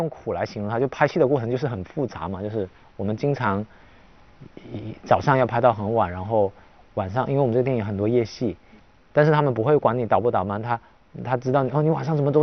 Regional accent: Guangdong, China; accent: Shantou; 因为都是潮汕人呐、大家很容易。我去到不同国家，我是会换着口音跟不同的潮汕人交流的

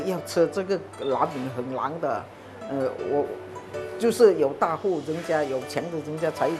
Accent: Chaoshan, Guangdong, China; 我们潮汕人还是认准这个潮汕月饼

